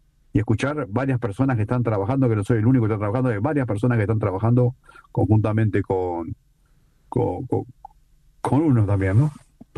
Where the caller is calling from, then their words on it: Uruguay; soy chofer de aplicaciones acá en Montevideo. Trabajo vivo y soy uruguayo